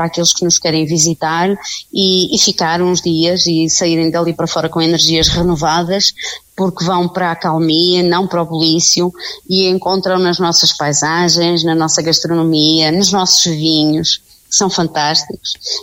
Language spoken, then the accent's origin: Portuguese; Veloso, North, Portugal; moved away; eu como oriunda da Serra de Montemuro, sou mesmo oriunda da aldeia de Veloso